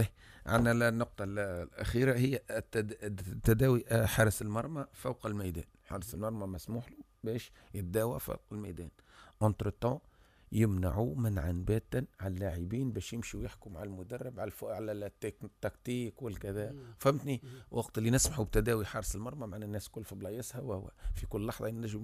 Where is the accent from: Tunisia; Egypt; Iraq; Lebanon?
Tunisia; احنا في تونس